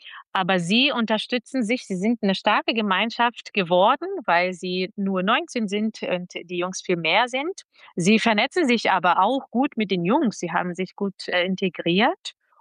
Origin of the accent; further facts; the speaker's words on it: Brazil; also born or lived in Berlin; now in Nuremberg, Germany; Also ich habe immer in Kinderchöre gesungen, aber in Brasilien war es damals